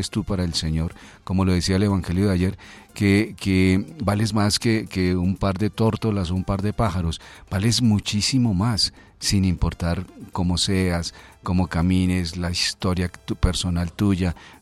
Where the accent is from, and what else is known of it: Colombia